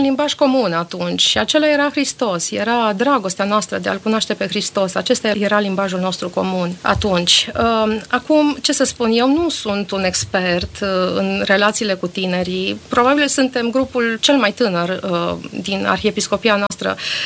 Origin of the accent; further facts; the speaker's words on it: Târgu Mureș, Mureș County, Romania; born there; Eu m-am născut în Târgu Mureș